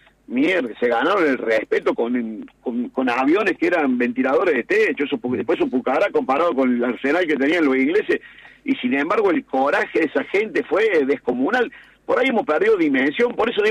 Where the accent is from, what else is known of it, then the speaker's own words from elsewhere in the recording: Argentina; es una demostración cabal de lo jodidos que somos los argentinos.